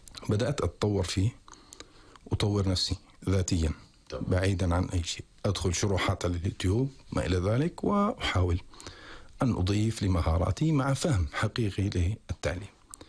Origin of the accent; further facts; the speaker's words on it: Qatar; نحن عندنا في قطر